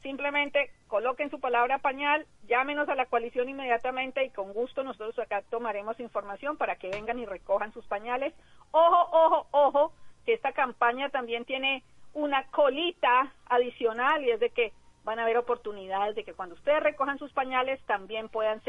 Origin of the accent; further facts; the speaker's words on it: Colombia; moved away; De hecho, en Colombia la celebramos el último domingo de mayo